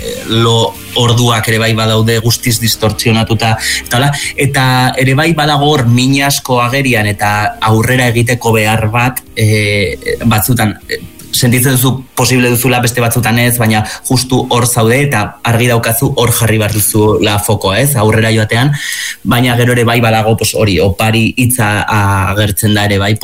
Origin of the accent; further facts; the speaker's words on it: Zubiri, Navarre, Spain; Bai, bueno, ni Zubirikoa naiz